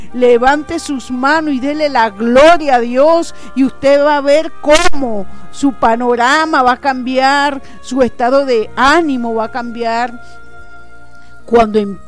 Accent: Venezuela; yo soy de las que creo que como venezolanos estamos inclinados hacia el deseo de que nuestra tierra sea bendecida

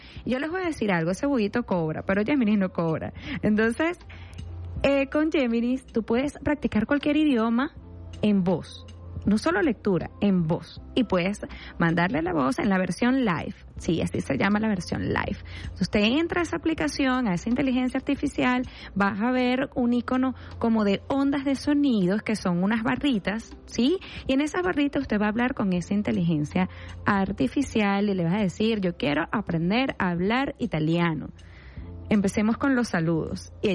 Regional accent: Venezuela

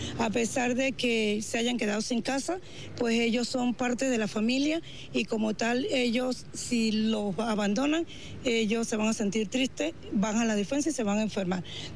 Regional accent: San Cristóbal, Táchira, Venezuela; nosotros venimos de San Cristóbal, estado Táchira, y llegamos 2 días después de este movimiento tan terrible que azotó el estado

